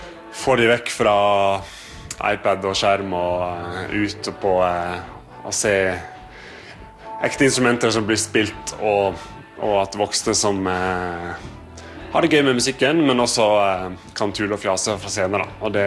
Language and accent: Norwegian; Western Norway, Norway; så jeg er vestlending, så jeg er vant til litt vær og regn og vind